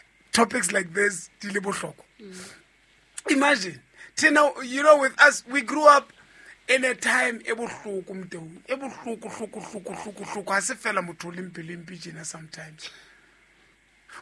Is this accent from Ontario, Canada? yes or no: no; Montreal, Quebec, Canada; How about a lot of my fellow and I'm from Montreal?